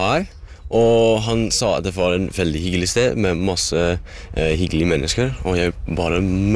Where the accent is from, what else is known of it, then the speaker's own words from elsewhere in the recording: Netherlands; now in Norway; men også fra Nederland som jeg kommer fra